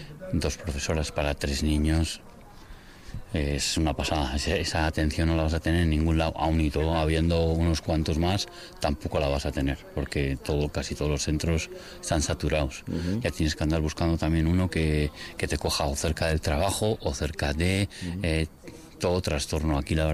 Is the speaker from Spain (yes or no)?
yes; Anúcita, Basque Country, Spain; De aquí, de Anúncita.